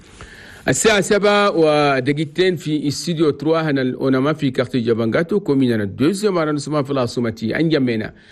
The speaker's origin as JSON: {"language": "Arabic", "country": "Chad", "said": "في بلدنا تشاد. نبدأ لكم بلغتنا اليوم."}